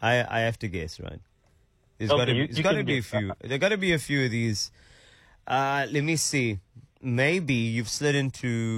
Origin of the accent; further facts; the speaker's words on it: South Africa; I have an automatic, a built-in vuvuzela. It's because I'm that South African.